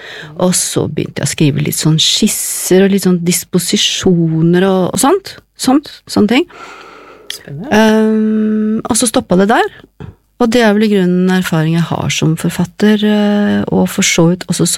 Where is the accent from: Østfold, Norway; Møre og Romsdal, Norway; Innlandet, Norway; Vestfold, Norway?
Østfold, Norway; Moss; Egentlig så kommer jeg fra Moss